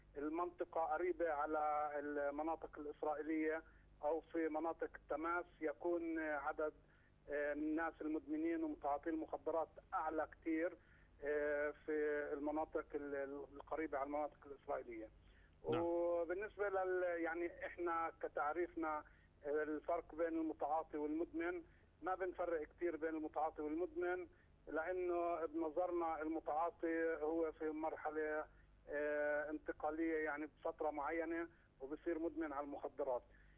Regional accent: Palestine; بالنسبة لنا كفلسطينيين تحت الاحتلال

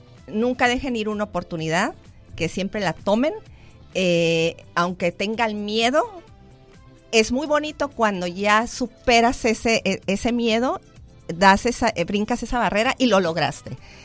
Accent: Tijuana, Baja California, Mexico; Nací en Tijuana, fíjate, uh-huh. Yo sí soy tijuanense.

